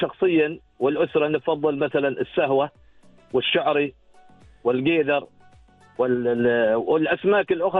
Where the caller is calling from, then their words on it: Oman; وإذا قالوا عنا سياد يعني كعمانيين، نعم ما زلنا نحن سياد